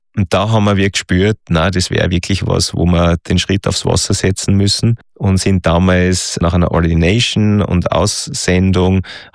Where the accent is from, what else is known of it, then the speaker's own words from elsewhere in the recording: Austria; Das war ein großer Krieg, also bei uns in Österreich vor allem zwischen die zwei Verbände.